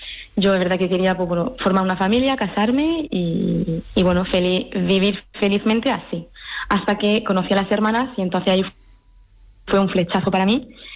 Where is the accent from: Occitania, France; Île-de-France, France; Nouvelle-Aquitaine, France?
Île-de-France, France; Paris; moved away as an adult; y yo nací en París y viví allí hasta, pues, hasta los 22 años, hasta que entré al convento